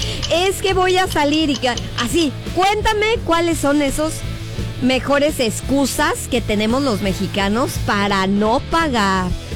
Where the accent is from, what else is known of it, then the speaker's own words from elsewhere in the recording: Mexico; ¿Cuáles son, como mexicanos, nuestras mejores excusas para no pagar?